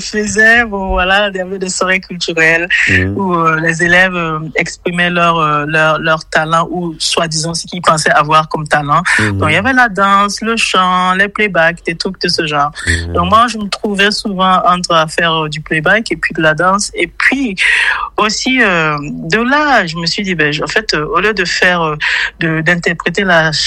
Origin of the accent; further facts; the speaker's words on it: Burkina Faso; now in Berlin, Germany; je suis originaire du Burkina Faso et réside en Allemagne, plus précisément à Berlin.